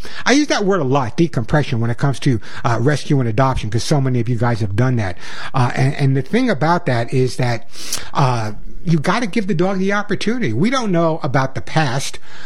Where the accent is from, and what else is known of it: Bronx, New York, United States; born or raised there